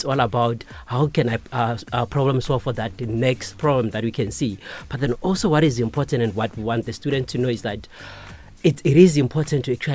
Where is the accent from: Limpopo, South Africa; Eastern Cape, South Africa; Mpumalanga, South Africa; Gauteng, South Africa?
Limpopo, South Africa; born there; I was born here in Limpopo in Tsaninya.